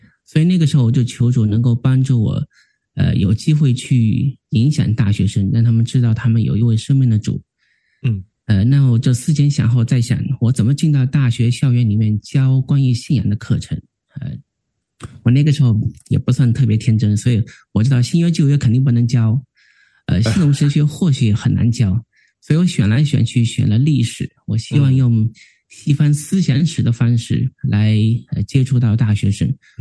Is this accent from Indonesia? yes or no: no; Kunming, Yunnan, China; 在我的家乡云南昆明